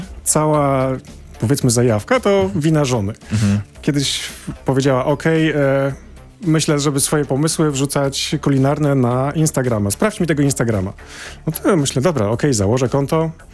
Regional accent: Warsaw, Masovian Voivodeship, Poland; jestem z Warszawy, kocham to miasto.

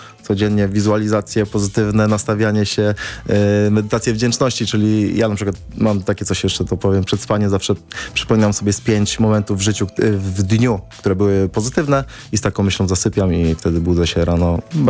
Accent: Pomeranian Voivodeship, Poland; born there; Ja też jestem urodzony na Kaszubach. Jakby wiele wakacji spędzałem tam na wiosce w Kaszubach

